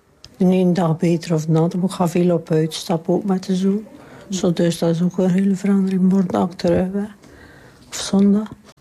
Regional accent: Oudenburg, West Flanders, Belgium; Ja, ik ben van Oudenburg.

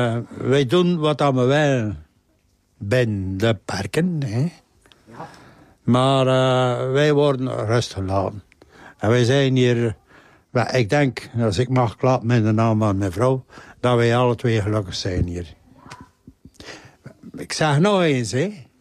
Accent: De Haan, Flanders, Belgium; Ik kom normaal van aan het zeetje.

